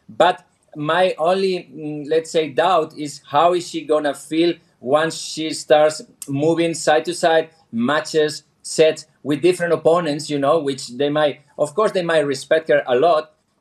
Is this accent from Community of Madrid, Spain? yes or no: no; Barcelona, Catalonia, Spain; I'm from Barcelona, I'm from Barca fan.